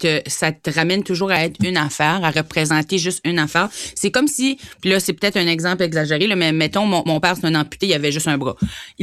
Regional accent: Grand Falls, New Brunswick, Canada; moved away; je viens de Grand-Sault

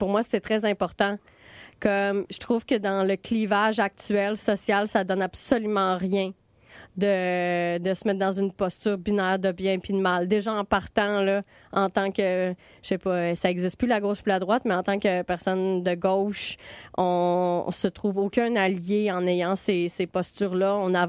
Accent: Trois-Rivières, Quebec, Canada; born there; now in Montreal, Canada; moi, je suis née à Trois-Rivières, puis quand je suis arrivée à Montréal, puis je disais que j'habitais dans Hochelaga Maisonneuve

